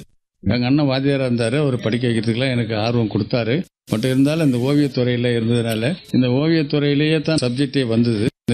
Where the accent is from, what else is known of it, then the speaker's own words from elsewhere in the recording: Puducherry, India; also born or lived in Velliyanur; வாழ்க்கை தொடங்கும் போது அரங்கனூர் என்ற ஒரு கிராமத்துல புதுச்சேரியை சேர்ந்தது, பக்கத்துல தான். அந்த அரங்கனூர் கிராமத்துல இருக்கும் போது விளையாட்டு பிள்ளையாக இருந்து கொண்டிருக்கிறேன்.